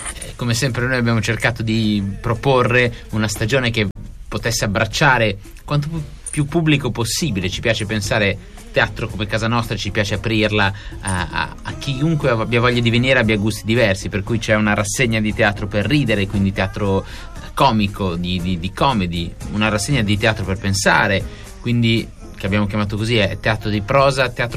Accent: Milan, Lombardy, Italy; io lo dico da milanese

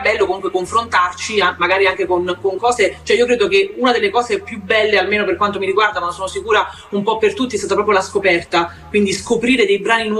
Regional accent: Caserta, Campania, Italy; moved away as an adult; now in Milan, Italy; Io mi sono trasferita da Caserta, io sono casertana, mi sono trasferita a vivere a Milano.

